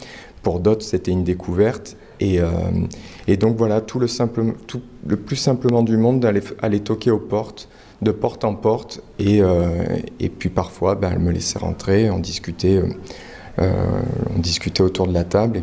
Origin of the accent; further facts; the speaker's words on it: Auvergne-Rhône-Alpes, France; moi, je suis originaire d'Ardèche, du sud de l'Ardèche, donc une ruralité, quand bien même je ne suis pas de famille paysanne, absolument pas, plutôt famille ouvrière, mais étant jeune à la campagne, j'ai travaillé dans les champs, les vendanges